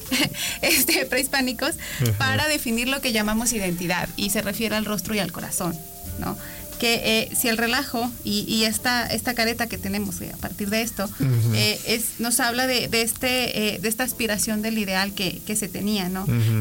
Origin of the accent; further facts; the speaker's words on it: Mexico; este calor que nosotros tenemos como mexicanos